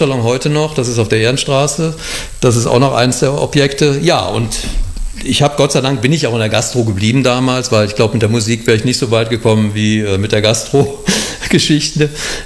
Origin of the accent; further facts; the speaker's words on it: Cologne, North Rhine-Westphalia, Germany; bei uns wurde halt nicht Kölsch zu Hause gesprochen. Nee, ich bin also wirklich von der Pike auf in Köln aufgewachsen, habe da hier meine Schullaufbahn gemacht